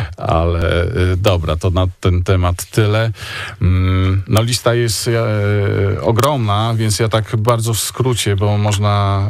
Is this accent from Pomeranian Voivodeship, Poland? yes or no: yes; Kwidzyn, Pomeranian Voivodeship, Poland; obaj pochodzimy z tego samego miasta, czyli Kwizyn.